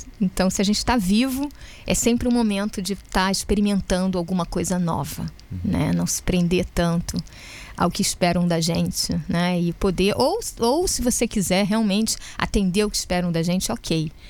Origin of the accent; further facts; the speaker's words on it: Rio de Janeiro, Brazil; also born or lived in Germany; Eu cheguei aqui, parecia que eu estava na minha cidade, onde eu nasci, no Rio de Janeiro.